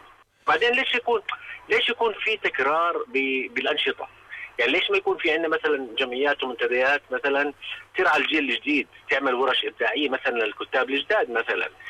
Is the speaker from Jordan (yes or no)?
yes; Jordan; احنا في عندنا بالاردن